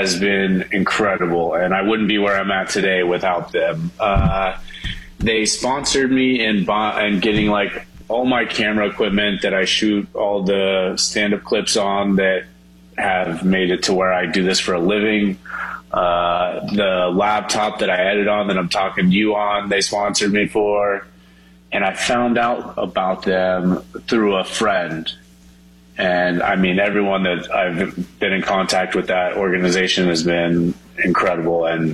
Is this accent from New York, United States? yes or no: no; Oklahoma, United States; But, I grew up in Oklahoma.